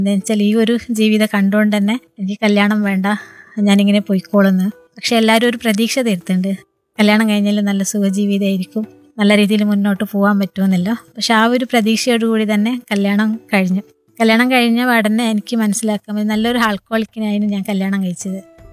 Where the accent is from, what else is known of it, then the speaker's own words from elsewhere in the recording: Karnataka, India; now in Kerala, India; ഞാൻ ജനിച്ചു വളർന്നത് കർണാടകയിലാണ്. അപ്പം അവിടെ ഇങ്ങനെ പ്രശ്നങ്ങളുള്ളത് കൊണ്ട് തന്നെ എൻ്റെ അമ്മേൻ്റെ ഫാമിലീസൊക്കെ ഇവിടെ കേരളത്തിലാണ്.